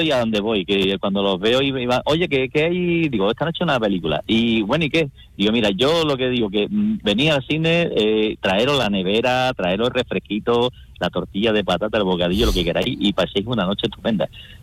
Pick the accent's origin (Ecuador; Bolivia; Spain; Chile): Spain; en mi pueblo, que yo soy de Alorno